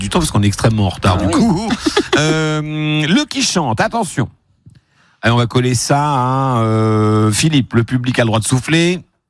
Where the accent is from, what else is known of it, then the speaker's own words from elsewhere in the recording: Paris, Île-de-France, France; accent: Parisian; now in Nancy, France; moi je suis un Parisien de Nancy, hein, donc je dis Châtenois à la Parisienne